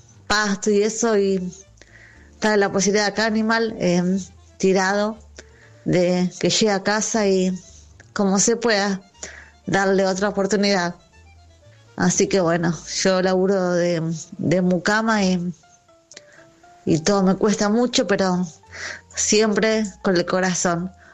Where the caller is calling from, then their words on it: Junín, Buenos Aires Province, Argentina; de Junín y pago alquiler